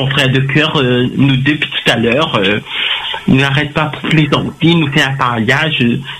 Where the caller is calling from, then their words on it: La Possession, Réunion; Moi, j'habite à La Possession.